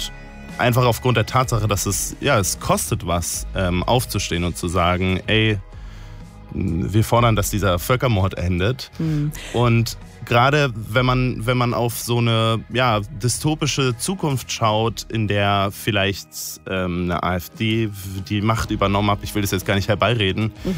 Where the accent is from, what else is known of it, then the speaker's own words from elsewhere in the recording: Berlin, Germany; weil wir kommen aus Berlin. In Kreuzberg war das nicht so ein Thema.